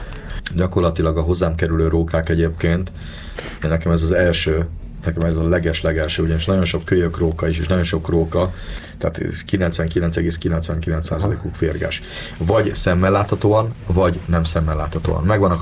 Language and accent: Hungarian; Budapest, Hungary; bár ugye én is pesti vagyok, de pontosan tudom, hogy az adott kis erdők is hogy tűnnek el.